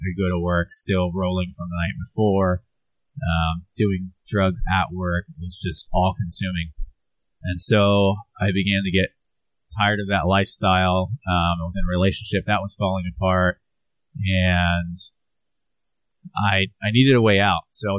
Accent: Florida, United States; I grew up here in Florida and just had a party

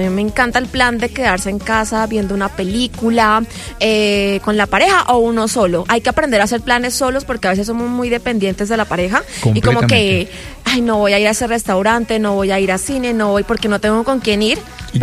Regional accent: Cartagena, Bolívar, Colombia; Es que no soy de Santa Marta, soy de Cartagena.

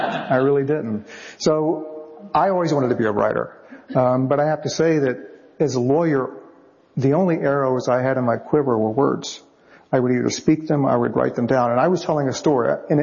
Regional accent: Richmond, Virginia, United States; I grew up in Richmond.

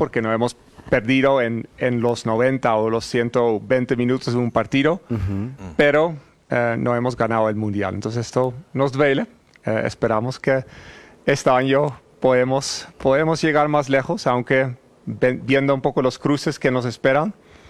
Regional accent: Netherlands; Nosotros somos neerlandeses, pero claramente y principalmente por el fútbol nos convertimos en Holanda, en holandeses.

